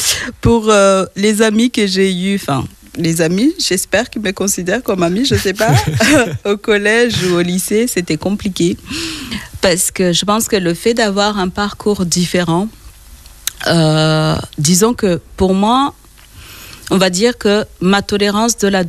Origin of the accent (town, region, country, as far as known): Rwanda